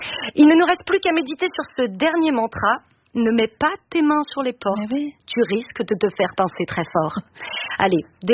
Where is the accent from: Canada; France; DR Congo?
France; Paris, Île-de-France; born there; je suis née à Paname, là où ça grouille, mais pas d'insectes, de gens et de rats.